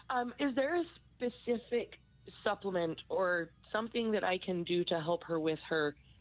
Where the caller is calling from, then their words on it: Salt Lake City, Utah, United States; I'm in Salt Lake.